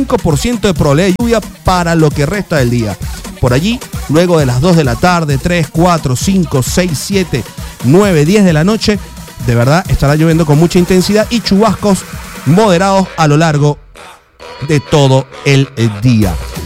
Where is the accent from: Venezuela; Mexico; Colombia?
Venezuela; Puerto La Cruz, Anzoátegui; En mi tierra natal, allá en Puerto La Cruz, en el estado Anzoátegui